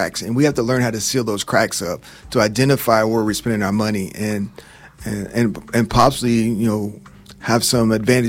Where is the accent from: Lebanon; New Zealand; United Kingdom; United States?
United States; Lexington, Kentucky; Growing up here in Lexington, a single mother with five children living in the projects.